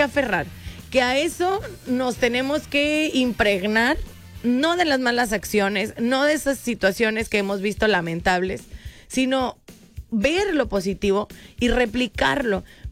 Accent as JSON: {"language": "Spanish", "country": "Mexico", "said": "uno quiere mucho a México, quiere mucho a esta comunidad. Obviamente, pues somos mexicanos"}